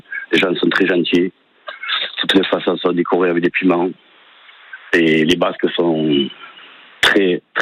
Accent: Occitanie, France; born or raised there

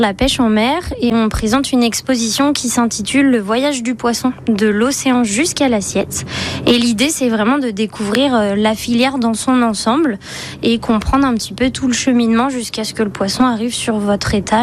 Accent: Saint-Gilles-Croix-de-Vie, Pays de la Loire, France; Oui, je suis de Saint-Gilles-Croix-de-Vie. Je suis vendéenne depuis plusieurs générations.

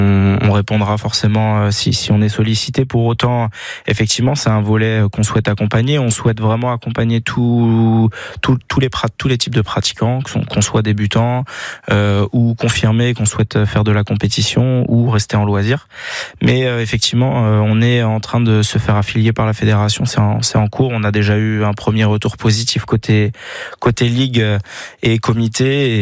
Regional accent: France; nous en tant que Français

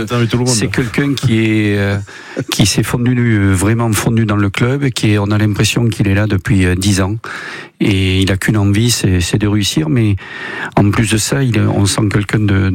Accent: Sarlat-la-Canéda, Nouvelle-Aquitaine, France; born there; also born or lived in Brive; now in Bayonne, France; je suis né à Sarlat, dans le Périgord, du Sud-Ouest

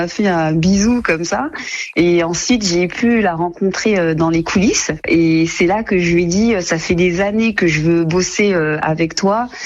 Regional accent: Paris, Île-de-France, France; now in Metz, France; moi, à la base, je viens aussi de Paris et ça fait maintenant des années que j'habite à Metz. Et pour moi, voilà, je suis messine aussi.

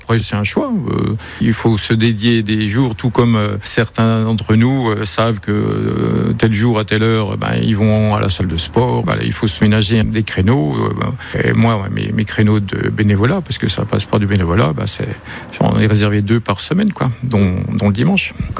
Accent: Belfort, Bourgogne-Franche-Comté, France; born there; Moi, je suis né à Belfort. La moitié de mon ADN vient des mines de charbon de Ronchamp et 50% des griottes de Fougerolles.

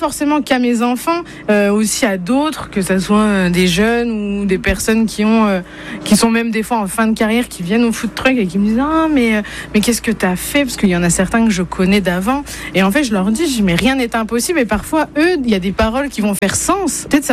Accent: Feilly, Grand Est, France; Alors, je viens de Feilly, un tout petit village vosgien.

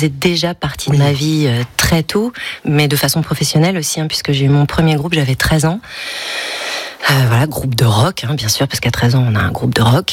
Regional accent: Rochefort, Nouvelle-Aquitaine, France; born there; De mon côté, j'avais des parents qui bougeaient beaucoup, donc je suis née à Rochefort, mais on a beaucoup, voilà, on m'a beaucoup transvaluté, comme on dit en charentais.

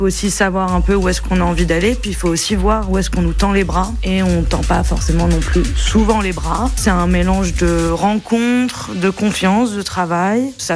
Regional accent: Île-de-France, France; moved away as an adult; also born or lived in Hauts-de-Seine / Lyon / Nîmes / Paris; now in Lille, France; Je viens de banlieue parisienne, je suis née dans le 92, j'ai grandi dans le 95. Après, je suis allée aux Beaux-Arts de Lyon, je suis descendue encore dans le sud, à Nîmes, pour revenir à Paris. Et depuis quelques mois seulement, je suis arrivée à Lille

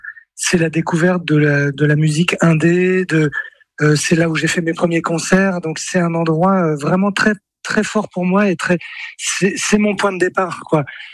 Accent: Hauts-de-France, France; moved away; il y a la maison de ma mère, où j'ai grandi, à Montigny-sur-la-Lue. C'est une petite maison

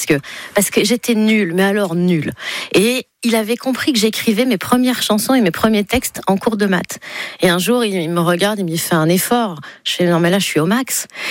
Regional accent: Nice, Provence-Alpes-Côte d'Azur, France; Je suis du Sud. Et je sais à peine nager. Je suis niçoise.

